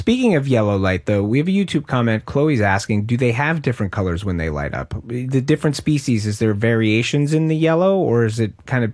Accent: Pennsylvania, United States; it's sort of like in my memory of being a kid where I grew up in Pennsylvania.

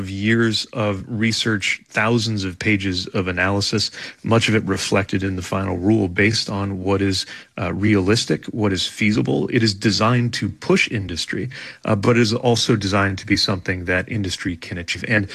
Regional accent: South Bend, Indiana, United States; I grew up in South Bend, Indiana, in the shadow of the Studebaker Car Company factories that went silent in the 60s

